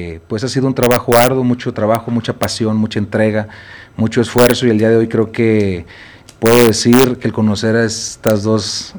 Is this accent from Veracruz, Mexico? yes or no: no; Mazatlán, Sinaloa, Mexico; Yo soy de Mazatlán, Sinaloa, orgullosamente mexicano.